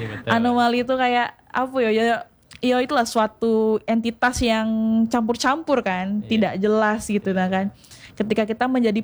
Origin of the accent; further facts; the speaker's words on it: Bengkulu, Indonesia; born there; Saya lahir di Bengkulu, tapi saya tidak bisa bahasa Rejang, tidak bisa bahasa serawai, tidak bisa bahasa Lemba.